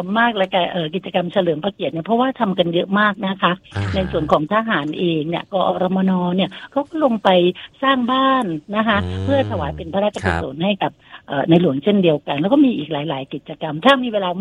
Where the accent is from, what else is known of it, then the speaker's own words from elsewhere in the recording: Songkhla, Thailand; now in Phetchaburi, Thailand; พี่…เป็นคนคนใต้เนาะย้ายมาจากสงขลานี่แหละ